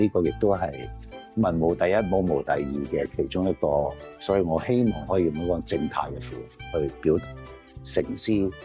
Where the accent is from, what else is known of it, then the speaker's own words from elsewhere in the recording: Hong Kong; 作為一個真係本土土生土長香港人